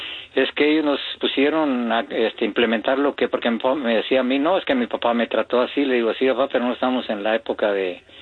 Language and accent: Spanish; Degollado, Jalisco, Mexico; pues yo soy ahí de Degollado.